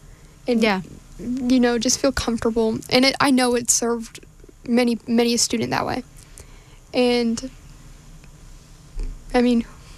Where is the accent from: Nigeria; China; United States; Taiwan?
United States; Missouri; moved away as an adult; now in Minneapolis, United States; I'm from Missouri, as... Not Ebbing, Missouri, but I'm from a place in Missouri.